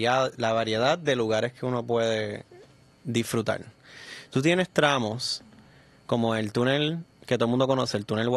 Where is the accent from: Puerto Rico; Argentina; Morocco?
Puerto Rico; Vega Alta; yo me crié en Vega Alta, cerca de la playa, Cerro Gordo.